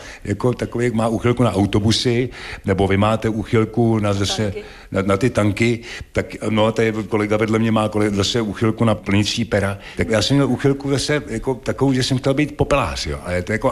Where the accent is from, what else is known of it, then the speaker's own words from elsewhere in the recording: Mladá Boleslav, Central Bohemian Region, Czechia; born there; Ano, já jsem se narodil v Mladé Boleslavi.